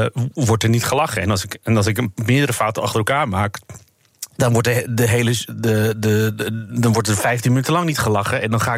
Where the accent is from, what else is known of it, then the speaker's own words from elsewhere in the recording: Poland; Want ik ben zelf ook Pools.